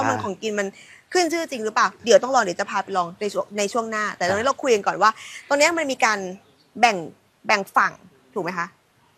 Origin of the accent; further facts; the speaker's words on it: Suphan Buri, Thailand; หนูว่าเป็นคนสุพรรณแต่หนูไม่เคยมาเที่ยวสามชุก